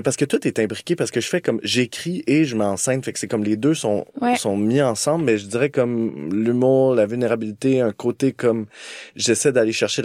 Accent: Montreal, Quebec, Canada; Je viens de l'île des Sœurs, je viens de milieu bourgeois.

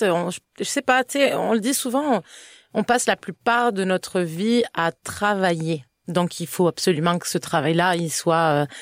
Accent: France; now in Canada; je suis une Française qui parle du Québec à la télé

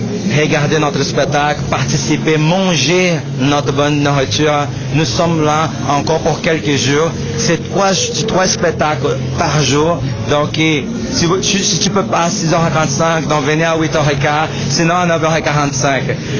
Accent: Brazil; Pour moi, en tant que brésilien, je veux dire que c'est une chose qui me manque beaucoup, c'est la nourriture. Donc la nourriture brésilienne, elle est super riche.

